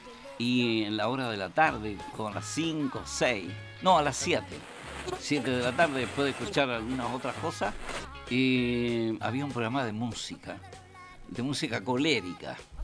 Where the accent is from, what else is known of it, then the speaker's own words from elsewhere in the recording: San José de Maipo, Santiago Metropolitan Region, Chile; moved away; en San José de Maipo. Yo vivía allá en el cajón de Maipo, mi niñez y mis primeros años de vida.